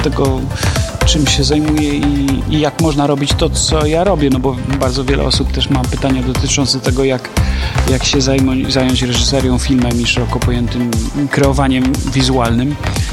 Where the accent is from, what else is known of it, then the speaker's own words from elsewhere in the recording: Łomża, Podlaskie Voivodeship, Poland; autorskie w Łomży, czy też w okolicach, to zawsze bardzo chętnie się na tym spotkaniu zjawiam, no bo jestem stąd.